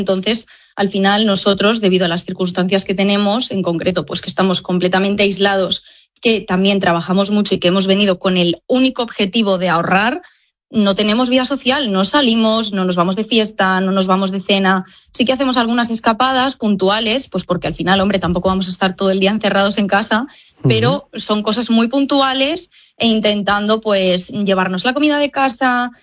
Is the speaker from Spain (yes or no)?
yes; Spain; moved away as an adult; now in Iceland; cada vez que les decimos que somos españoles